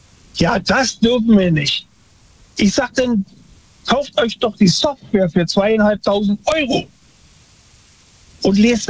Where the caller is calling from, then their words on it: Mayen, Rhineland-Palatinate, Germany; aus Mayen.